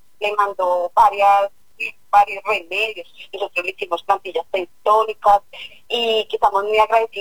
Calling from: San Miguel de Sema, Boyacá, Colombia; De San Miguel, profe, de Sema.

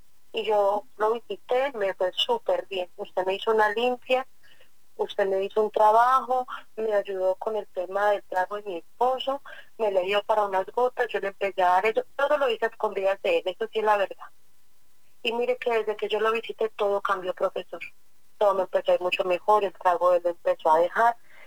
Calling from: Albán, Cundinamarca, Colombia; De Albán, Cundinamarca.

